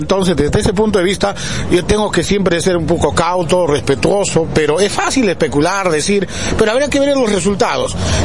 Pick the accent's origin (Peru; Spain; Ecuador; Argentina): Peru; nuestra originalidad como peruanos.